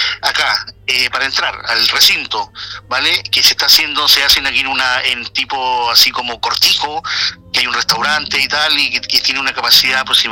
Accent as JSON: {"language": "Spanish", "country": "Chile", "said": "la forma de que nosotros como chilenos celebramos nuestras fiestas"}